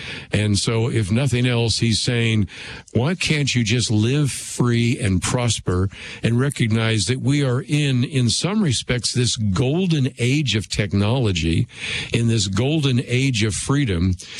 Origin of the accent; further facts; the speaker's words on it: California, United States; I learned when I was growing up in California. My governor there was Ronald Reagan.